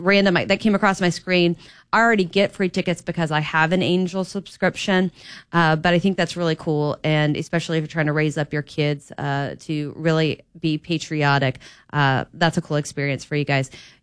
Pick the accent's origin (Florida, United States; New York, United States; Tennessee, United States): Florida, United States; at that time I had a condo in Palm Beach County and Florida. I was living in Florida. I'm from Florida.